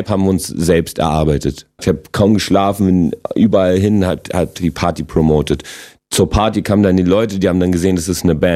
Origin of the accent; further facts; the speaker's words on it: Berlin, Germany; accent: Berlin; Nee, ich muss mich tatsächlich in anderen Radiosendern beherrschen, dass ich nicht so krass Berliner so.